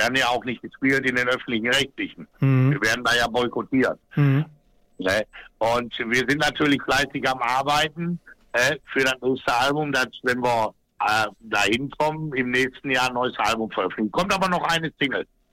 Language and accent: German; Germany; ich bin ein Deutscher.